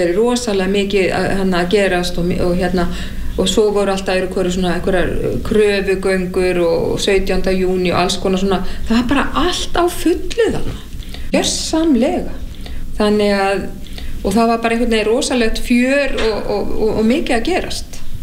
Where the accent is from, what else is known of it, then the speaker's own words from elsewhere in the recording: Capital Region, Iceland; Ég held að einhverstaðar hafi mér þótt að líka ákveðin lúxus að alast upp á Laugaveginum.